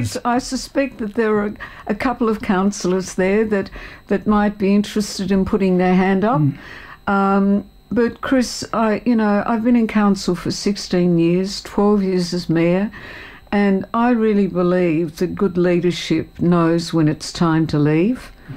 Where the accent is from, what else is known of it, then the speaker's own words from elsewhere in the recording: Hobart, Tasmania, Australia; moved away as an adult; I was born and raised in Hobart, went away for over 30 years